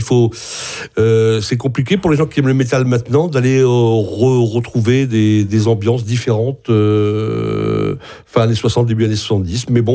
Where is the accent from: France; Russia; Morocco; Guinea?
France; Morlaix, Brittany; À Morlaix quand même, c'est mon patelin.